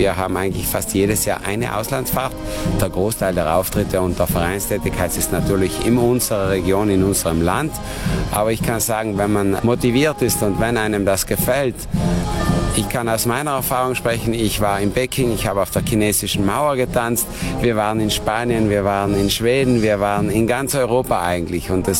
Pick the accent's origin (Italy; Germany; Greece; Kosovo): Italy; Trentino-Alto Adige; Wir sind aus Südtirol, eigentlich aus Philanders. Es ist ein kleines Dorf auf 900 Höhenmeter mit ca. 2000 Einwohnern.